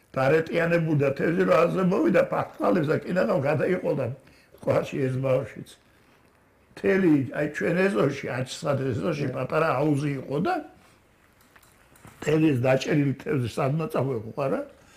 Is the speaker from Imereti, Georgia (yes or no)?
no; Tbilisi, Georgia; დავიბადე და გავიზარდე ტრადიციულ თბილისურ უბანში, სადაც ერთმანეთის მოგზალება, ერთმანეთის სიყვარული პატივისცემა უმაღლეს დონეზე იყო.